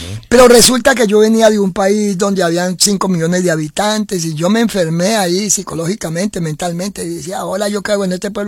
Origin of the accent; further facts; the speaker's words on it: Venezuela; moved away as an adult; now in Uruguay; Cuando hablo con muchos venezolanos, muchos paisanos míos